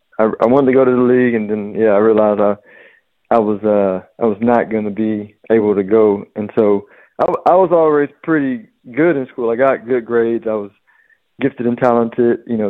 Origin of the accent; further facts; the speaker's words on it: Houston, Texas, United States; I mean, growing up in Houston was great. It was tough to understand the relativity of living anywhere else because it was all I knew.